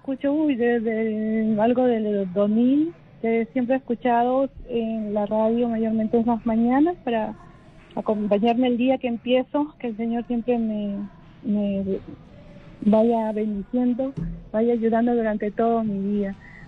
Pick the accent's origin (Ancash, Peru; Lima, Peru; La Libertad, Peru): La Libertad, Peru; Trujillo; soy de Trujillo.